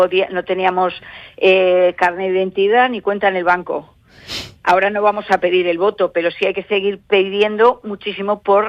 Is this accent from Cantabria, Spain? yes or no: yes; Santander, Cantabria, Spain; moved away as an adult; also born or lived in Granada; yo pasé mi niñez y mi adolescencia en Santander.